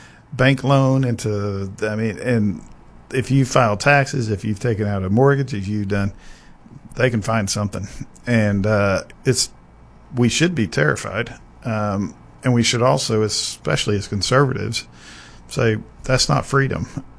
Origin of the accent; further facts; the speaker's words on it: Arkansas, United States; I'm really enjoying the work in my home state of Arkansas.